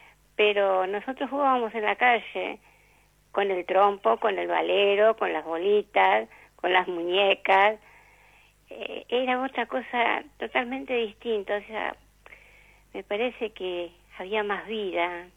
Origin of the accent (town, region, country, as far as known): Longchamps, Buenos Aires Province, Argentina